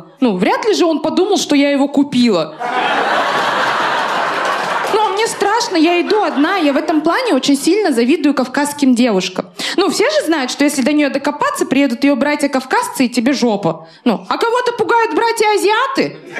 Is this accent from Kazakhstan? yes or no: yes; Kazakhstan; moved away as an adult; now in Moscow, Russia; «Ты казашка?» Я говорю: «Да».